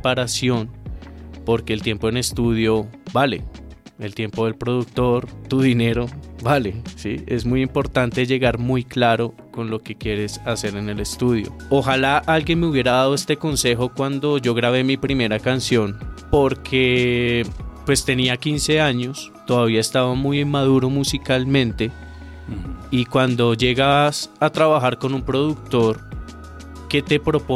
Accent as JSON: {"language": "Spanish", "region": "Bogotá", "country": "Colombia", "tie": "born or raised there", "also_born_or_lived": "the Caribbean coast of Colombia", "said": "mi familia es de la costa. Yo nací en la costa, pero me crié acá en Bogotá."}